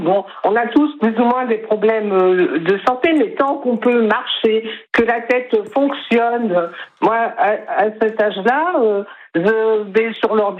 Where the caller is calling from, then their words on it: Hourtin, Nouvelle-Aquitaine, France; Je suis sur Ourtin où il y a le lac, il y a Piquero.